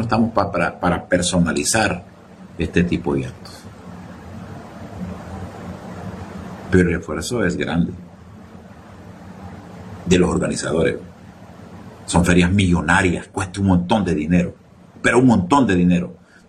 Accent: Sulaco, Yoro, Honduras; y lo digo yo que soy de Sulaco, lo digo yo que he vivido esas experiencias.

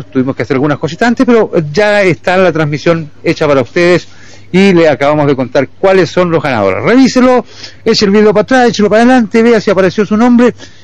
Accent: Spain; No, yo soy de España.

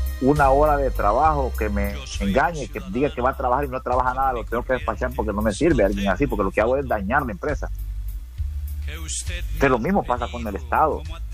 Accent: Honduras

